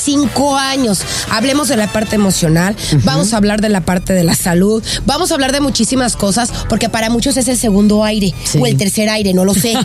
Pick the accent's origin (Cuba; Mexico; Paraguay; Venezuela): Mexico; Guadalajara, Jalisco; moved away; estamos aquí estas dos tapatías importadas desde Guadalajara, Jalisco, México.